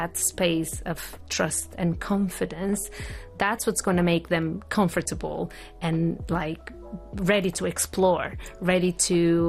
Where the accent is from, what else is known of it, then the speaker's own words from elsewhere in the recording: Porto, Norte, Portugal; now in Oman; Well, I am from Porto, from Portugal, and I've worked in education until now for about 25 years.